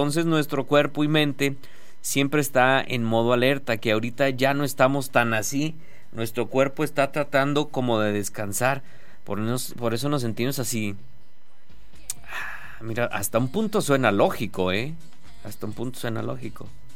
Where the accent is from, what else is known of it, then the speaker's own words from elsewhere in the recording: Mexico; la mayoría de las personas adultas de más de 30 años nos sentimos cansados porque, como buenas familias mexicanas que tuvimos familias muy disfuncionales